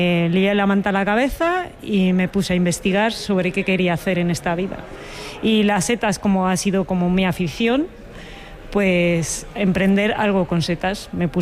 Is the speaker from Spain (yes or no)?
yes; Valladolid, Castile and León, Spain; now in Becerril del Carpio, Spain; de Cofungi y cultivo setas ecológicas de manera sostenible. Vivo actualmente en Becerril del Carpio, aunque soy una chica de ciudad de Valladolid